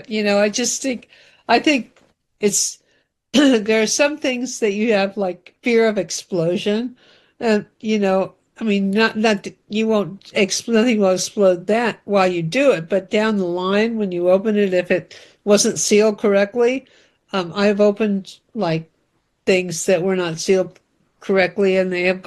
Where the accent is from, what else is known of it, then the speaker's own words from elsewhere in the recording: California, United States; now in East Coast, United States; I grew up in Central California